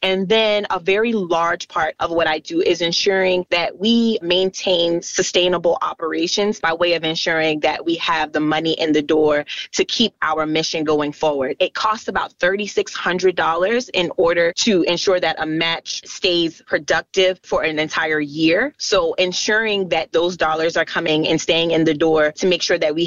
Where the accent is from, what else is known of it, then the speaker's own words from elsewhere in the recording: James Island, South Carolina, United States; So I actually was born and raised on James Island. So I am a Binya, and I left James Island to go to college at Coastal Carolina University down in Conway or Myrtle Beach.